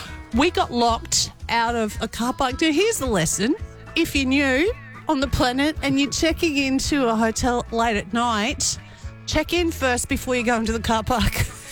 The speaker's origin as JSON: {"language": "English", "town": "Toowoomba", "region": "Queensland", "country": "Australia", "tie": "born or raised there", "moved": "yes", "said": "There was literally a proposal in my hometown in Toowoomba."}